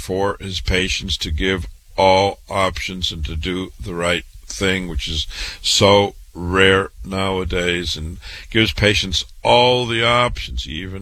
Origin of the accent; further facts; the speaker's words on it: Waterloo, Iowa, United States; I'm born and raised in Waterloo, Iowa, went to public school, university, MD at 25